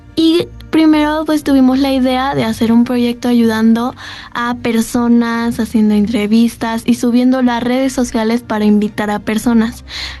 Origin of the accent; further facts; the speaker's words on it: San Luis Potosí, Mexico; Yo soy potosina